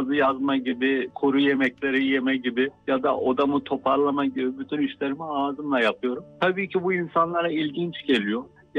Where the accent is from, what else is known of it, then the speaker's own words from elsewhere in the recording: Ankara, Turkey; born there; 1972 Ankara doğumluyum.